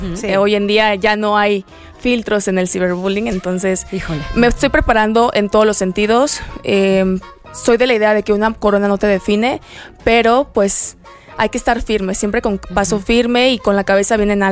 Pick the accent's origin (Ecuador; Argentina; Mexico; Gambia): Mexico; Chiapas; moved away as an adult; now in Mexico City, Mexico; yo soy chiapaneca, llevo 2 años acá